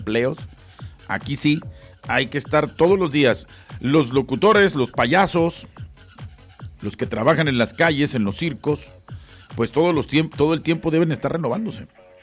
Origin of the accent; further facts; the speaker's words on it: Guadalajara, Jalisco, Mexico; now in Tijuana, Mexico; Yo soy de Guadalajara, Jalisco, México. Sí, señor. Orgullosamente. Yo no puedo decir que soy de otra parte.